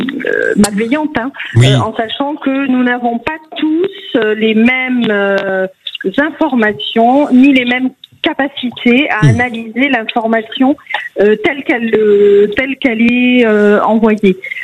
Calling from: Beauville, Nouvelle-Aquitaine, France; Dans le Lot-et-Garonne

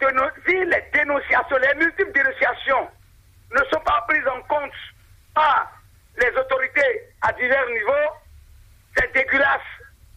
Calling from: Sèmè-Podji, Ouémé, Benin; Je viens de la commune de Sémékodi

